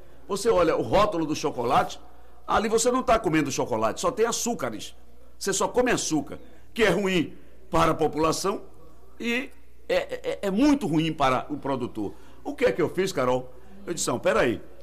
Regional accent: Ilhéus, Bahia, Brazil; eu sou oriundo da área rural, nasci aqui em Banco Central, depois fui para a cidade de Ilhéus para estudar.

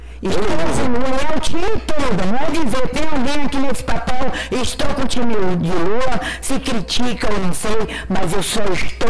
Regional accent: Bahia, Brazil; also born or lived in Ubaitaba; a minha cidade, a minha terra natal

